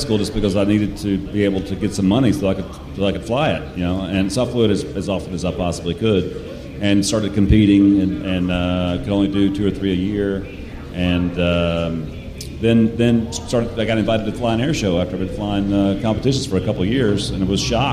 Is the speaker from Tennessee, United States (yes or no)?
yes; Memphis, Tennessee, United States; Memphis, Tennessee.